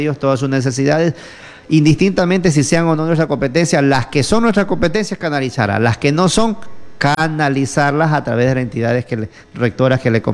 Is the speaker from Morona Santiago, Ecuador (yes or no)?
no; El Oro, Ecuador; soy cholo … venimos de Costa Rica.